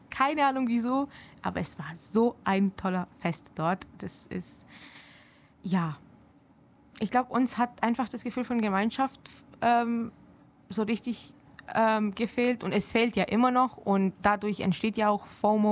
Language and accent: German; Heilbronn, Baden-Württemberg, Germany; ich komme ja ursprünglich aus Heilbronn und ich bin ja dort öfters, weil ich pendle zwischen Uni und zu Hause.